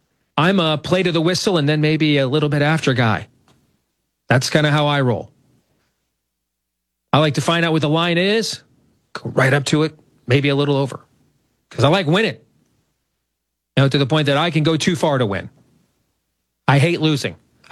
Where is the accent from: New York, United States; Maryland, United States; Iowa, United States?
Iowa, United States; born there